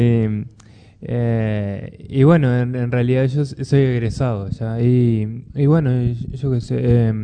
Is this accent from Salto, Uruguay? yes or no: yes; Salto, Uruguay; moved away as an adult; yo mismo soy de Salto en realidad, y estudié en Salto y bueno, me formé todo allá y ahora estoy viviendo acá